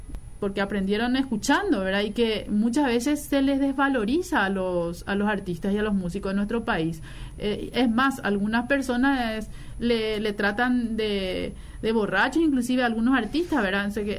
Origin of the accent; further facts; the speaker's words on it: Pilar, Ñeembucú, Paraguay; Le debemos muchísimo como pilarenses y como paraguayos al maestro Florentín Jiménez